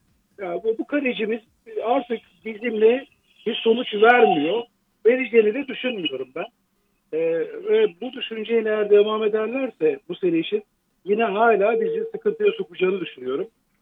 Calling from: Istanbul, Turkey; ben İstanbul'dan arıyorum.

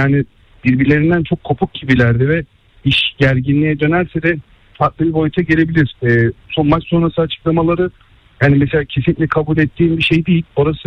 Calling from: Istanbul, Turkey; İstanbul'dan arıyorum.

